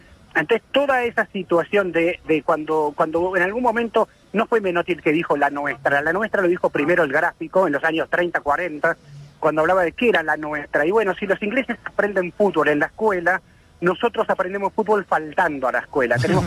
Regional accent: Argentina; nos cruza como identidad argentina

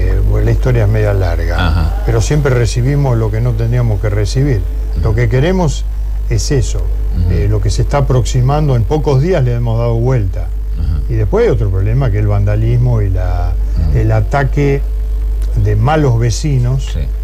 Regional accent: Granadero Baigorria, Santa Fe, Argentina; yo soy un vecino de Baigorria y quiero vivir en una ciudad digna.

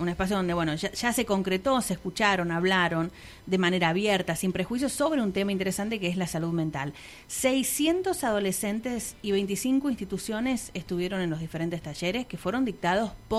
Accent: Argentina; No entiendo por qué a mí, como argentina, me sale más barato comprar en otro país, por ejemplo.

